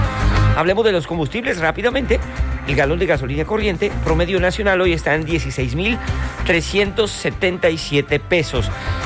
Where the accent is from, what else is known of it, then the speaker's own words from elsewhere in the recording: Colombia; somos los colombianos